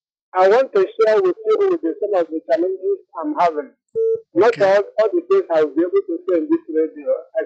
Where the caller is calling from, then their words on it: Nigeria; I'm calling from Nigeria